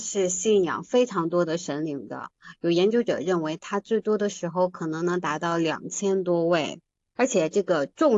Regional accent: China

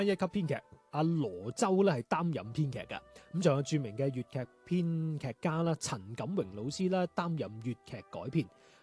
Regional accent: Guangdong, China; 所以有咗呢条梅关古道咧，会有咗我哋广府人啦，系咪？

